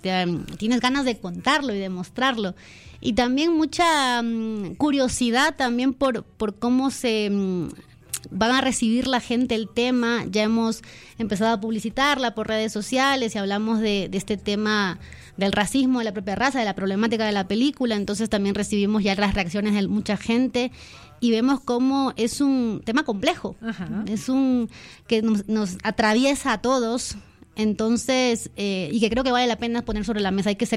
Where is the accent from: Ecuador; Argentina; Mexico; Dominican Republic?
Ecuador; moved away as an adult; now in Madrid, Spain; yo quiero hacer siempre historias aquí en mi país, voy a hacerlo siempre, aunque actualmente vivo en España, siempre volveré.